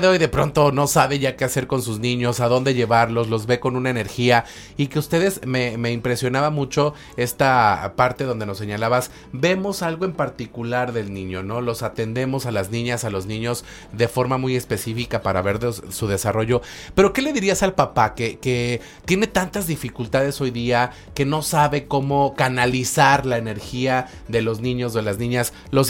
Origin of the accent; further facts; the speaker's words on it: Cuautla, Morelos, Mexico; soy un scout de Cuautla.